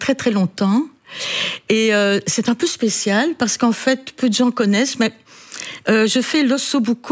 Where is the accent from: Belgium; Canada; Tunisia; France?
Belgium; Mons, Wallonia; born there; Oui, je suis née en Belgique.